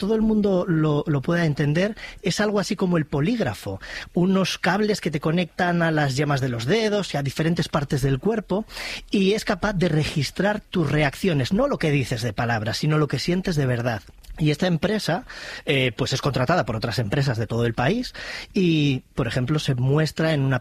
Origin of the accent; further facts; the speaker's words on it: Castile and León, Spain; now in Valladolid, Spain; Y la verdad es que todo esto yo lo desmiento totalmente porque soy del Bierzo y a mí me han acogido perfectamente en Valladolid y son gente muy maja.